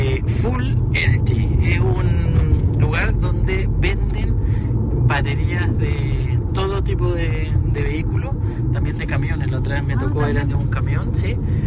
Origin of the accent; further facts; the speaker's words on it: Iquique, Tarapacá, Chile; yo como buen iquiqueño, con harto frío